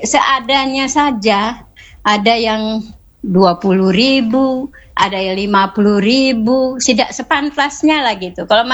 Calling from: Indonesia; kami warga RT 1 RW 03 Kampung Bulang

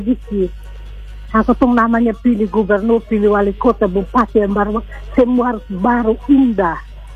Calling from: East Nusa Tenggara, Indonesia; walaupun saya orang TTS, saya tinggal di Kelurahan Lesau

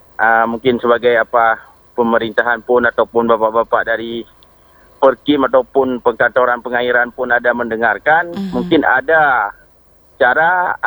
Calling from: Aceh, Indonesia; kami kan di Nagan Raya. Kok saya termasuk di Kecamatan Taduraya nih Kak.

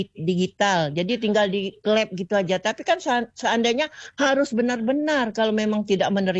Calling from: Indonesia; kami warga Kampung Jawa ini

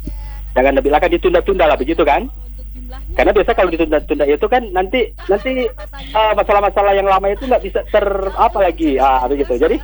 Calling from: Manado, North Sulawesi, Indonesia; Itu saja dari saya, dari Manado, Sulawesi Utara.

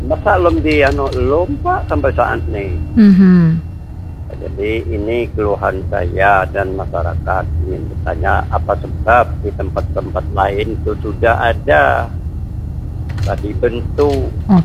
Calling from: Bangka Belitung Islands, Indonesia; Desa kami Balong Ijuk ini lain dari ke desa lain.

